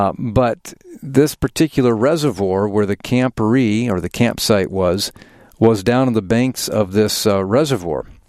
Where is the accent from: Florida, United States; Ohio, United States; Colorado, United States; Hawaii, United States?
Colorado, United States; Denver; We grew up in Denver. I grew up in Denver.